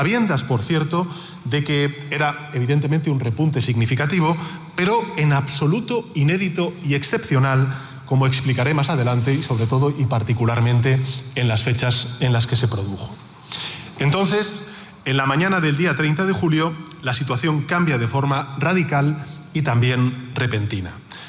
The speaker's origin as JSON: {"language": "Spanish", "country": "Spain", "said": "como presidente del Gobierno de España y como ciudadano español afirmo que hicieron lo correcto"}